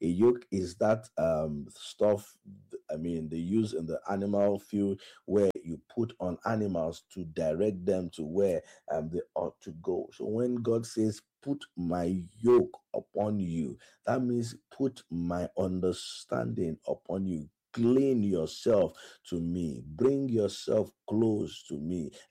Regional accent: Oshogbo, Osun, Nigeria; Darling FM in Owerri, my hometown in Oshogbo, Ray Power Night 5.1, Port Harcourt

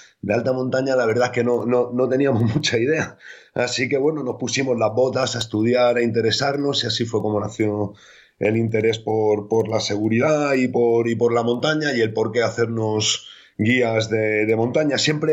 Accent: Granada, Andalusia, Spain; accent: Granada (granadino); Soy un andaluz con sangre vasca, un granadino de pura cepa, que a veces también me sale el eje granadino, aunque ahora parezca que no. Pero soy un andaluz con sangre vasca y mis apellidos creo que me delatan un poquito.

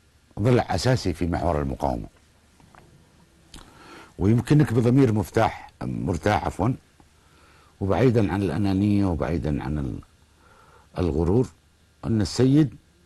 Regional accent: Yemen; وكما يقال عندنا في اليمن

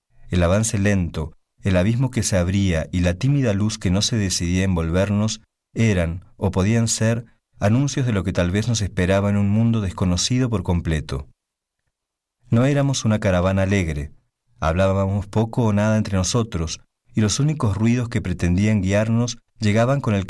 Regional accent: Argentina; now in Mexico; soy periodista y cronista afincado en México, soy de origen argentino.

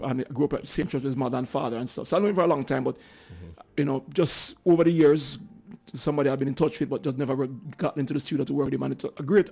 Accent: Jamaica; I grew up in Jamaica, of course.

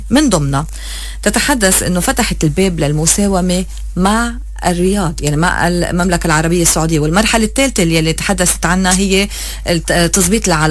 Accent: Lebanon

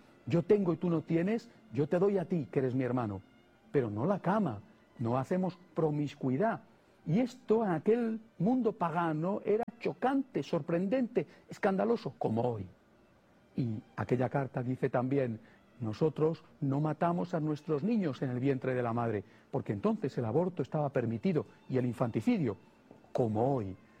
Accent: Spain; al menos en mi país, en España

